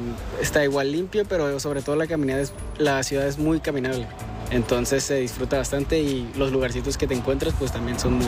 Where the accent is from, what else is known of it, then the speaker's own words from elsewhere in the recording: Mexico; Bueno, pues … soy de México y he venido por turismo.